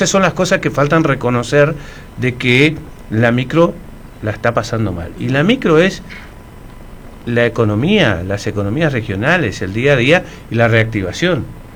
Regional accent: Misiones, Argentina; como misioneros, como argentinos

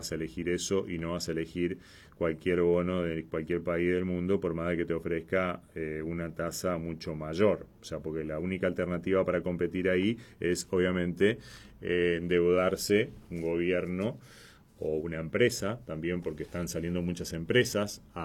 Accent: Argentina

